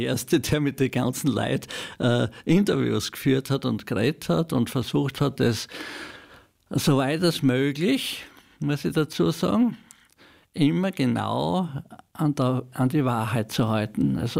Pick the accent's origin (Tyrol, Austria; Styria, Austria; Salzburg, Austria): Styria, Austria; Feldbach; Ich bin ja am Hauptplatz von Völbach aufgewachsen, in einem städtischen Bereich.